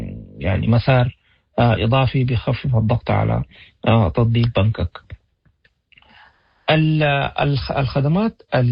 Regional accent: Sudan; عندنا في السودان

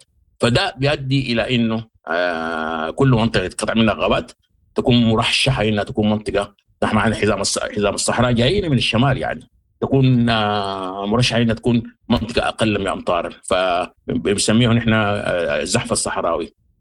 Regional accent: Sudan; فنحن دورنا كبير كسودانيين

